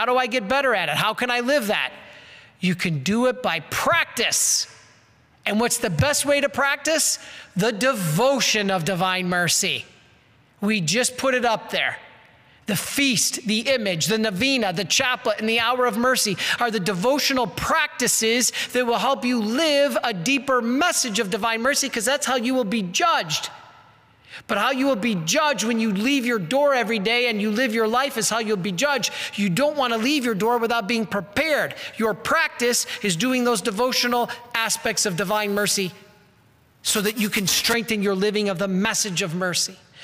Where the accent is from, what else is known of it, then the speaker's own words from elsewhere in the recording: Detroit, Michigan, United States; I come from Detroit.